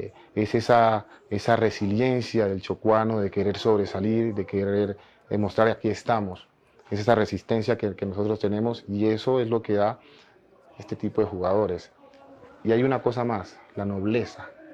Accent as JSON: {"language": "Spanish", "town": "Quibdó", "region": "Chocó", "country": "Colombia", "said": "Yo soy de Quibdó, sí."}